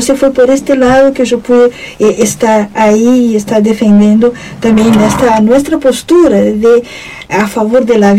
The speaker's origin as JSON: {"language": "Spanish", "country": "Brazil", "second_language": "Spanish", "lives_now": "Uruguay", "said": "Bueno, ya de inicio yo dije, bueno, soy brasileña, así que perdonen alguna."}